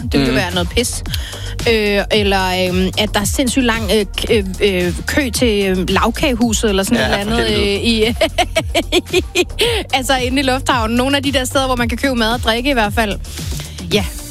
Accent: Svendborg, Region of Southern Denmark, Denmark; Jeg kommer fra Svendborg.

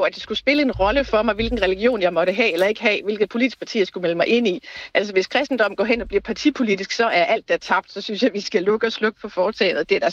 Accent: Valby, Capital Region of Denmark, Denmark; Jeg er nu fra Valby, men jeg er på vej til Viborg

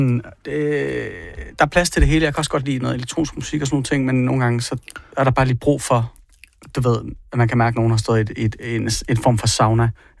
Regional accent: Jutland, Denmark; Men jeg er jo fra Jylland

